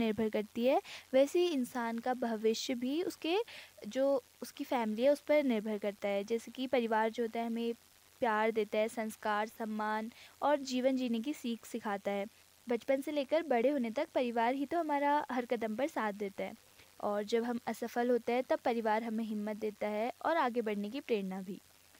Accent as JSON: {"language": "Hindi", "town": "Almora", "region": "Uttarakhand", "country": "India", "said": "और मैं यहीं अल्मोड़ा की रहने वाली हूँ।"}